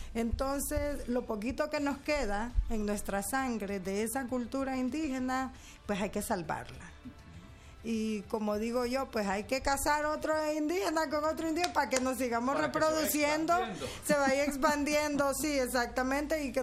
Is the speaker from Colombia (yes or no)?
no; Honduras; now in Los Angeles, United States